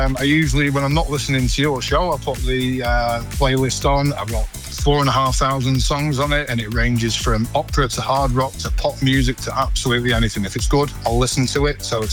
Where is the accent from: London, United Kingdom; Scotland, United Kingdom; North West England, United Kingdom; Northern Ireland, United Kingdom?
North West England, United Kingdom; Lytham St Annes; moved away as an adult; now in Preston, United Kingdom; I moved to Preston 2 years ago. I'm originally from Luton St. Thomas, just down the road on the coast there